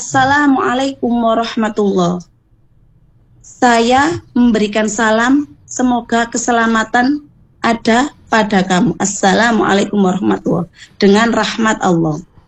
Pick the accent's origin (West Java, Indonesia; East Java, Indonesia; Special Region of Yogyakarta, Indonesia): East Java, Indonesia; Surabaya; now in Karangindah, Indonesia; saya aslinya kecil besar pun di Rungkut tapi sekarang tinggal di Karangindah